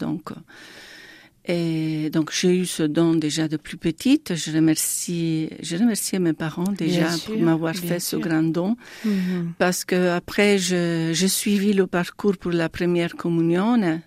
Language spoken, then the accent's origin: French; Italy; French is a second language; moved away as an adult; now in France; je suis italienne. J'habite en France, ça fait 13 ans déjà. Je viens d'une famille chrétienne catholique